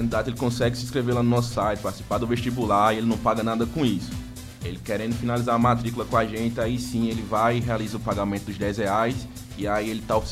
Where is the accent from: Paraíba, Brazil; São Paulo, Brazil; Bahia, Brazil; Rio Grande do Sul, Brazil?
Paraíba, Brazil; Campina Grande; eu sou de Campina Grande, natural de Campina Grande.